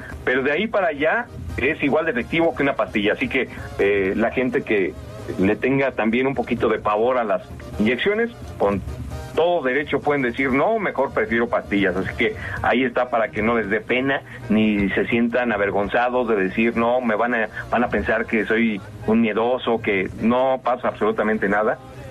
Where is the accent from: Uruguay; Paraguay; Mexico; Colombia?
Mexico; born there; Ojalá, porque es un país al que yo amo, es un país donde yo nací